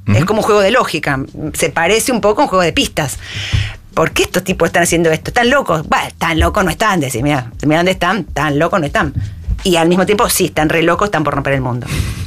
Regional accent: Argentina; para nosotros en Argentina

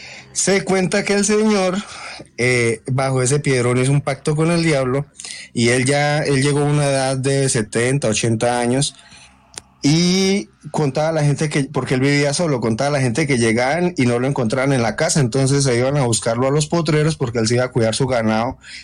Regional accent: Casanare, Colombia; Tengo una de aquí de la región donde me crié. Yo soy del Casanare, en medianías con Boyacá.

